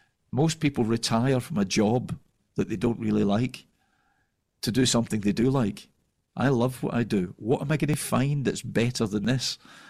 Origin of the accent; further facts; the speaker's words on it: Scotland, United Kingdom; they were a well-known band in Scotland, my home country at the time.